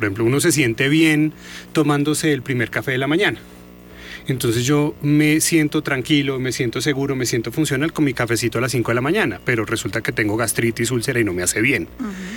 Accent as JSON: {"language": "Spanish", "town": "Manizales", "region": "Caldas", "country": "Colombia", "said": "yo que soy de Manizales"}